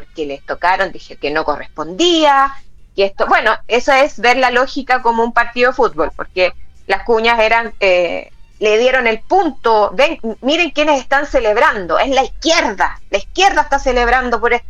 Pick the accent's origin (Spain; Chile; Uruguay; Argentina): Chile; nosotros necesitábamos como chilenos